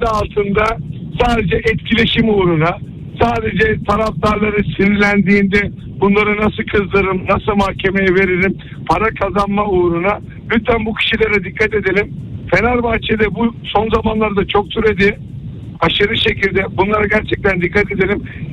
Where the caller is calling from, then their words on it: Izmir, İzmir, Turkey; Ben İzmir'den